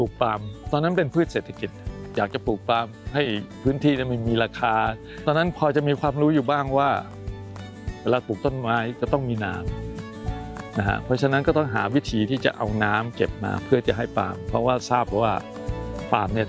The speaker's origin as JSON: {"language": "Thai", "town": "Lang Suan", "region": "Chumphon", "country": "Thailand", "tie": "born there"}